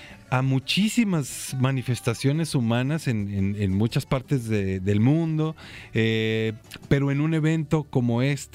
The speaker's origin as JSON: {"language": "Spanish", "country": "Mexico", "said": "cómo somos los mexicanos."}